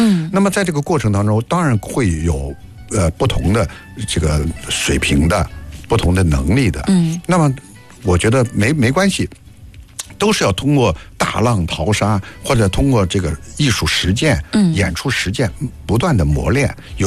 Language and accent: Chinese; Nanjing, Jiangsu, China; accent: Nanjing dialect; 我是南京土生土长的相声演员。我想呢，在这里呢，用南京话跟大家交流